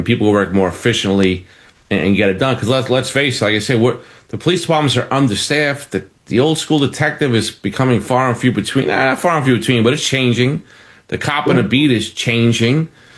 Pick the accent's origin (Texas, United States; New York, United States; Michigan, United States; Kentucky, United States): New York, United States; Brooklyn; born there; I was born in Bay Ridge and I reduced crime